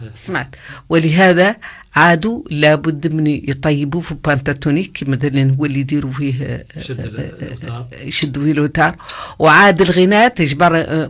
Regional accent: Mauritania; نحن هون موريتاني

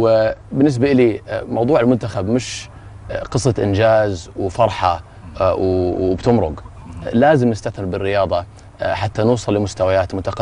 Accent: Jordan; وإحنا كأردنيين

